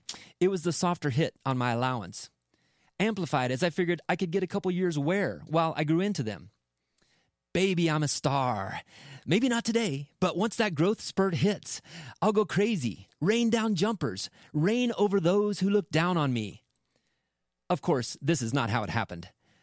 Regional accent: Midwest, United States; I are both Midwestern

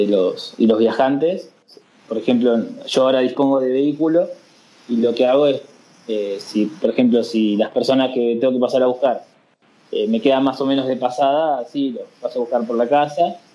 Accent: Balcarce, Buenos Aires Province, Argentina; moved away as an adult; now in Tandil, Argentina; soy de Balcarce y vivo en Tandil y quedan a 107 kilómetros de distancia.

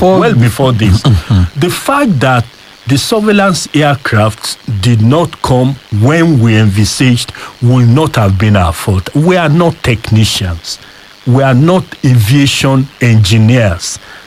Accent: Oyo, Nigeria; also born or lived in Ogbomoso North; I am from Orire, local government, Orirunminu.

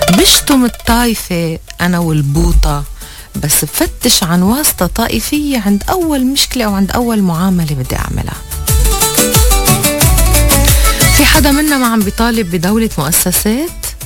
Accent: Lebanon; بس بقاموسنا نحن اللبنانية

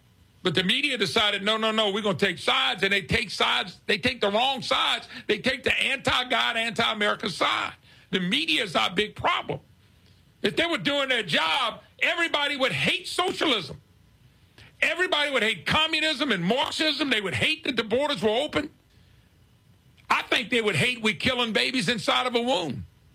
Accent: Plaquemine, Louisiana, United States; also born or lived in Baton Rouge; I'm from the Plaquemine, Baton Rouge area. I tell people originally from Plaquemine. Finished school up here in Baton Rouge.

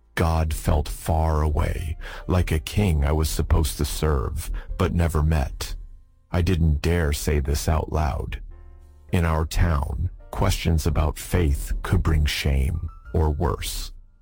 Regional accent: Bandar Bushehr, Bushehr Province, Iran; I was born in 1958 in Bandar Bushehr, a dusty port city by the Persian Gulf. The air always smelled of salt and fish, and the sun burned so hot you could feel it through your sandals.

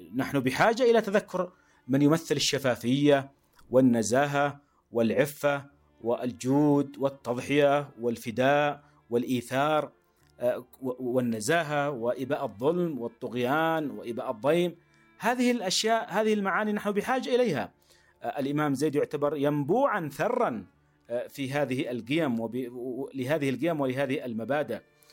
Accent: Yemen; نحن نرى اليوم من خلال مظلوميتنا وما نعانيه كيمنيين

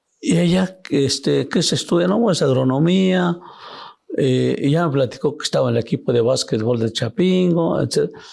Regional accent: Oaxaca, Mexico; born there; Spanish is a second language; Te voy a llevar a la ciudad de Oaxaca. Pasé el segundo año de primaria, tercero, no sé cómo pasé, pero ya fui a Oaxaca a estudiar la primaria.

